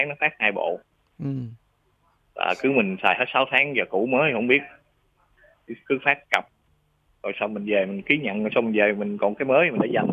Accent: Tiền Giang, Vietnam; ở chỗ em thì vú sữa lò rèn

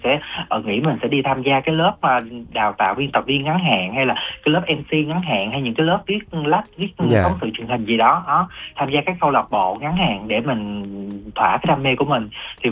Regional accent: Bạc Liêu, Bac Lieu, Vietnam; Thật ra là bản thân mình đó là mình sinh ra và lớn lên ở miền Tây, ở Bạc Liêu. thì mình rất là thích hơi thở của miền Tây

